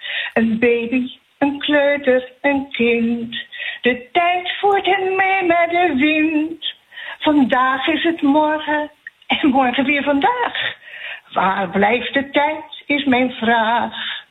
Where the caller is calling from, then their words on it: North Holland, Netherlands; ik kom zelf ook uit de Zaanstreek.